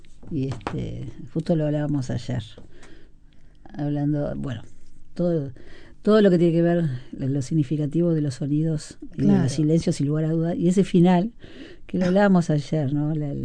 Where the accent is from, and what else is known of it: Montevideo, Uruguay